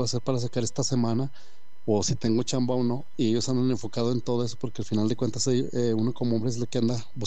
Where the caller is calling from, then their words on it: Calera, Zacatecas, Mexico; de Calera, Zacatecas.